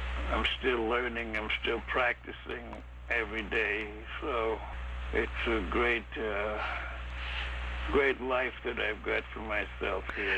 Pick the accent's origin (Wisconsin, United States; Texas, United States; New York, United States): New York, United States; I grew up in Harlem in the center of the jazz activity in New York.